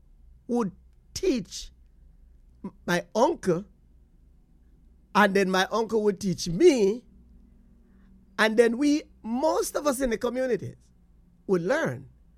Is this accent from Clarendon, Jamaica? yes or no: yes; Portland Cottage, Clarendon, Jamaica; So, we grew up in Portland Cottage.